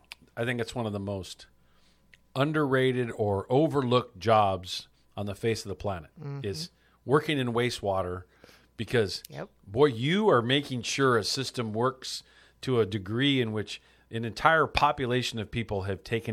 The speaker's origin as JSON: {"language": "English", "town": "Fontana", "region": "California", "country": "United States", "tie": "born or raised there", "said": "So I grew up in Fontana."}